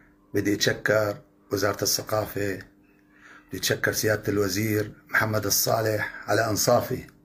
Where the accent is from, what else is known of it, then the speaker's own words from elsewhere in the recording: Syria; بلدي سوريا تشرق من جديد